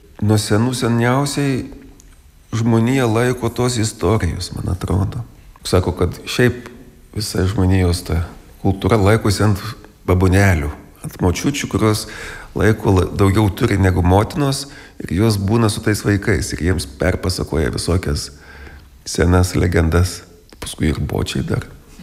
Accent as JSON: {"language": "Lithuanian", "region": "Samogitia", "country": "Lithuania", "said": "esam lietuviai, jų žemaičiai tokie. Lietuviai su tokiu klaustuku, ar kaip. Nu tai va, matot, tas mūsų regionas išsaugojo tą savitumą labiausiai."}